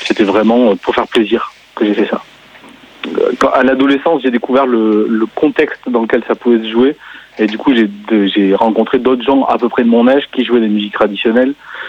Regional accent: Auvergne-Rhône-Alpes, France; Moi, je viens du sud du Cantal. Vraiment extrême sud, au sud d'Aurillac, dans un tout petit village de... Quand j'étais petit, il y avait 250 habitants dans le village. J'ai vécu, donc je suis né en 84

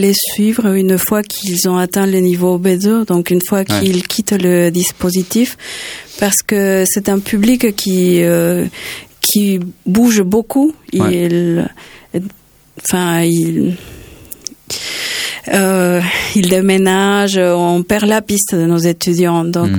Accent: Venezuela; French is a second language; now in Toulouse, France; j'enseignais déjà le français au Venezuela, mon pays d'origine.

